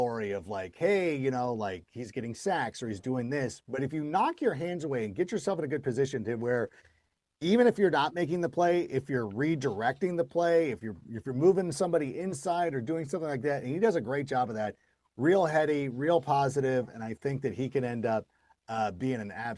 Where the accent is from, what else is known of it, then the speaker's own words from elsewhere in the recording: California, United States; Miguel's Jr. is not close. It's from my hometown. Miguel's Jr., Don Ramon's, anybody in the Southern California area.